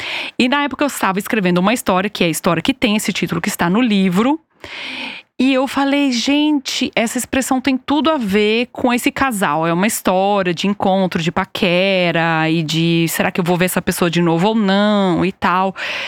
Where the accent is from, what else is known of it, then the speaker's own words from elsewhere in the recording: São Paulo, Brazil; mas não sou descendente de japoneses. Mas como eu cresci em São Paulo, eu acho que eu cresci muito cercada dessas pequenas coisas na cultura, né?